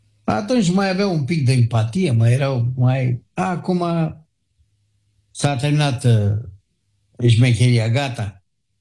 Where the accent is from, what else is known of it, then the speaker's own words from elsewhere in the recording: Romania; Se joacă meciul la mine în țară